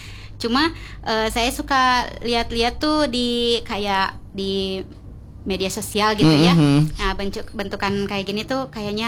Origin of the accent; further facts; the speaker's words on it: Bandung, West Java, Indonesia; born there; Enggak, asli Sunda. Kelahiran di Padasuka.